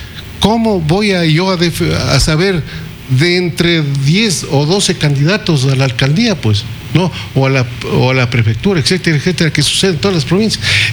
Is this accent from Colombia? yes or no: no; Ecuador; como ecuatorianos sensatos que queremos a nuestro país